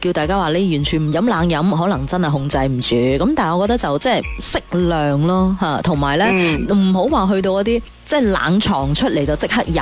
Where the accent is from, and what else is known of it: Guangdong, China